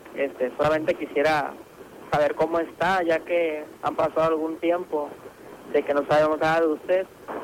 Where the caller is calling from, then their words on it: Acapulco, Guerrero, Mexico; Yo estoy llamando de Acapulco de Juárez.